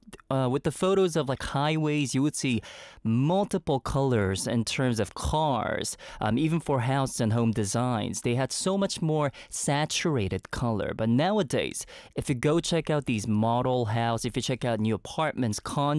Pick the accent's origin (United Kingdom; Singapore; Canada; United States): Canada; Growing up in Canada